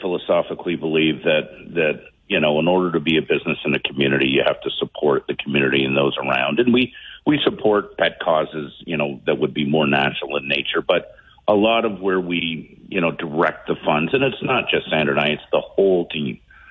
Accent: Kitchener, Ontario, Canada; also born or lived in Oakville; I was born in Oakville, but moved at a young age to Kitchener, and then spent my formative years growing up here.

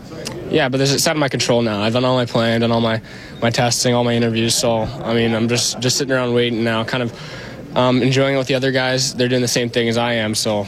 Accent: Vancouver, British Columbia, Canada; it's my hometown growing up

